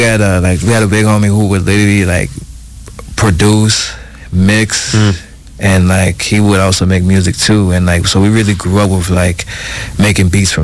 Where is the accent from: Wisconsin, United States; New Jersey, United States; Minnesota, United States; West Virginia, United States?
Minnesota, United States; because I come from Minnesota. I come from the cold, you know. Like we got to hustle in the cold.